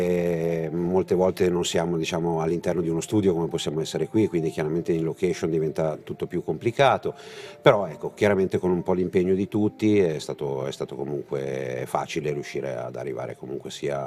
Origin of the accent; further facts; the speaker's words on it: Bergamo, Lombardy, Italy; moved away as an adult; now in Tuscany, Italy; io sono originario di Bergamo, ma per scelta di vita mi sono trasferito in Toscana